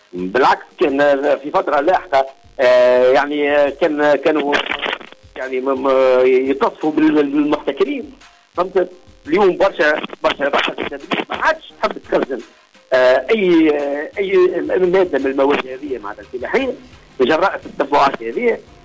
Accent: Bizerte Governorate, Tunisia; المشاكل اللي عندنا في بنزرت

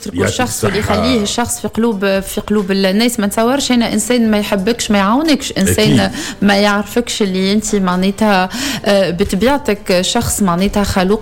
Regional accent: Tunisia; احنا كجماهير تونسية

